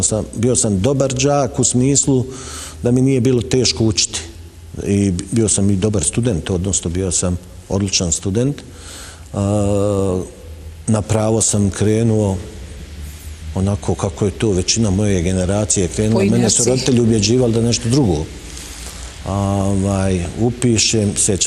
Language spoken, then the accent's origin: Bosnian; Sarajevo, Federation of Bosnia and Herzegovina, Bosnia & Herzegovina; Odrastao sam na Grbavici, najveći zapravo, ne mogu reći dio života, najveći dio života sam proveo ovdje jer sad živim, ali to mladost i odrastanje mi je proteklo na Grbavici.